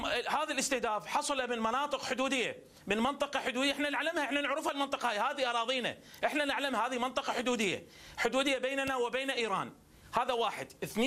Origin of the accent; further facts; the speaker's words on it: Iraq; إحنا كعراقيين